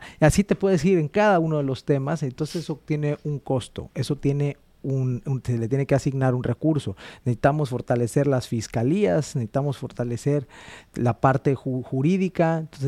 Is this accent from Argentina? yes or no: no; Sinaloa, Mexico; Los sinaloenses hoy necesitamos de esto.